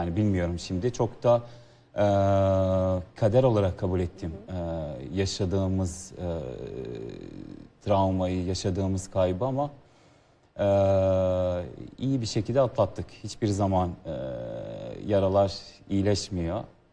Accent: Serbia; Turkish is a second language; moved away; Evet, Sırbistan'ın milli kayakçısıydım.

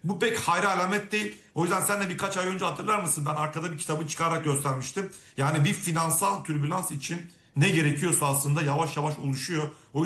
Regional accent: Diyarbakır, Diyarbakır Province, Turkey; Ben Diyarbakırlıyım. Bizim Diyarbakır'da bir Mardin Kapı diye bir mahalle falan vardır.

